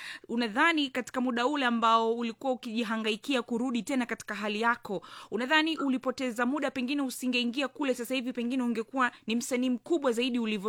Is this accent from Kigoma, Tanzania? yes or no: no; Arusha, Tanzania; born there; Najua mimi nimezaliwa Mianzini hapo.